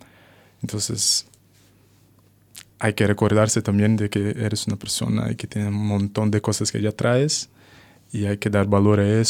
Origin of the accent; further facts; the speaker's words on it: Brazil; also born or lived in Portugal; ese plan para estar en Brasil haciendo eso en mi ciudad natal.